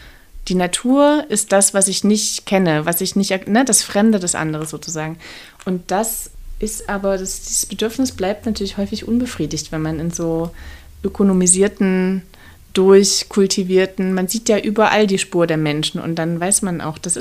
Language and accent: German; Saxony, Germany; habe ich das quasi mit der Landschaft meiner Herkunft, wo ich aufgewachsen bin, gemacht, das Erzgebirge, wo ich eigentlich immer erstmal weg wollte